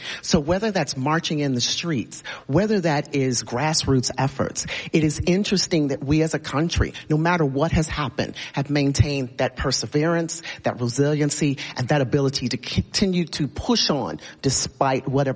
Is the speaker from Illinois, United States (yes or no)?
yes; Chicago, Illinois, United States; What I would say best about this country, I saw growing up in Chicago, and that is resiliency, perseverance